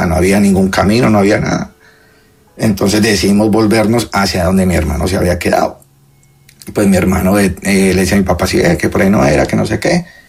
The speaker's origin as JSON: {"language": "Spanish", "town": "Pereira", "region": "Risaralda", "country": "Colombia", "moved": "yes", "lives_now": "Spain", "said": "yo soy de Pereira y, ajá, llevo aquí 25 años."}